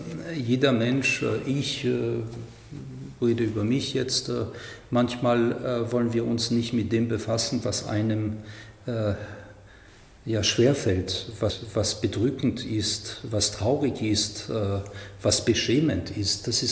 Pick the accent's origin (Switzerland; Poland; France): France; Ich komme aus Frankreich.